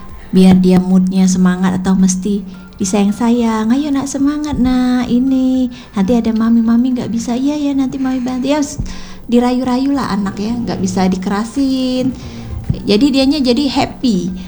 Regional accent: Palembang, South Sumatra, Indonesia; Padahal kita orang Palembang ya.

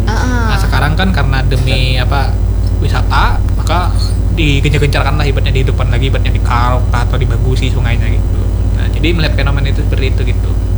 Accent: Banjar, South Kalimantan, Indonesia; kita orang Banjar itu sendiri

